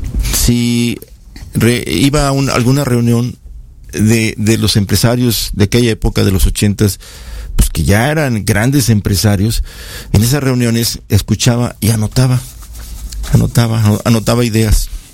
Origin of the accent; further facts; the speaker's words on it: León, Guanajuato, Mexico; nací en León, 7 de noviembre de 1953, precisamente en el barrio de San Juan de Dios. Y ahí, en esa zona, viví 23 años.